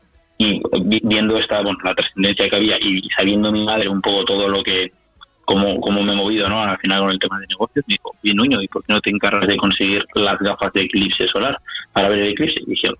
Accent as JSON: {"language": "Spanish", "town": "Lodoso", "region": "Castile and León", "country": "Spain", "tie": "born or raised there", "said": "esto surge el verano pasado en mi pueblo, en Lodoso. Ahí hay un observatorio astronómico y fui una noche de verano con mi madre a ver a mi abuela, que vive allí"}